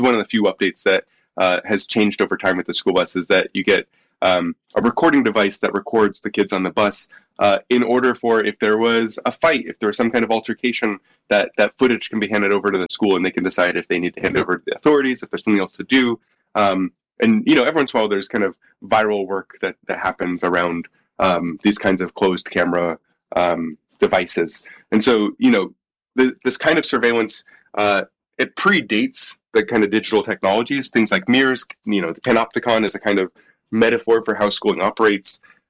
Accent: United States

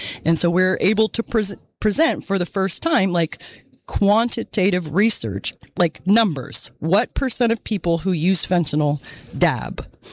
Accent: Portland, Oregon, United States; I'm a researcher at UCLA, but born and raised in Portland, Oregon, and I live here now.

